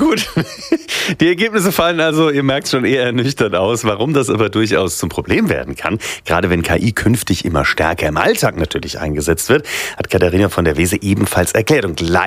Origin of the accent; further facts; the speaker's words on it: Mainz, Rhineland-Palatinate, Germany; accent: Mainz dialect; All das sind natürlich Ausdrücke in unserem herrlichen Mainzer Dialekt.